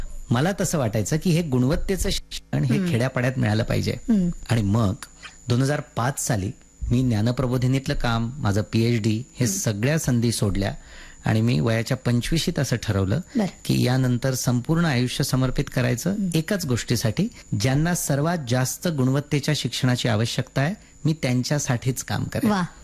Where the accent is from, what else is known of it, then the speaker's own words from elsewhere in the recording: Erandol, Maharashtra, India; माझं मूळ गाव एरंडोल जळगाव जिल्ह्यातलं आणि मध्यमवर्गीय कुटुंब. तिथे माझं पूर्ण महाविद्यालयीन शिक्षण झालं